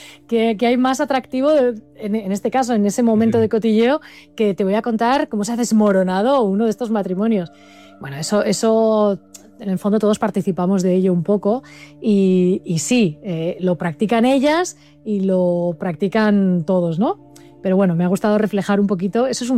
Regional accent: Barcelona, Catalonia, Spain; now in Madrid, Spain

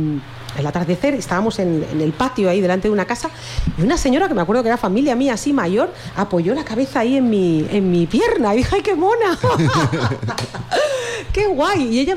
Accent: Valencia, Valencian Community, Spain; now in Valencia, Spain; Yo soy de Benimaclet. Bueno, nací ahí, me tuve que ir. Sí, me tuve que ir a un barrio cercano por lo mismo. Por la gentrificación, sí.

